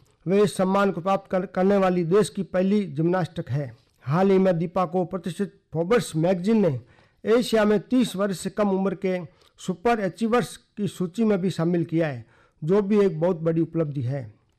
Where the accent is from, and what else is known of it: Bikaner, Rajasthan, India